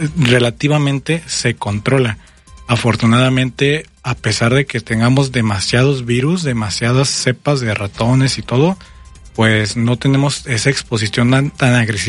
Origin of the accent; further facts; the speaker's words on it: Mexico; nosotros como población mexicana